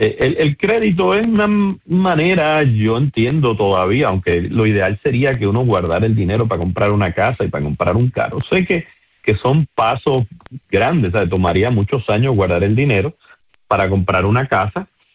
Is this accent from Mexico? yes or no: no; Puerto Rico; somos nosotros los puertorriqueños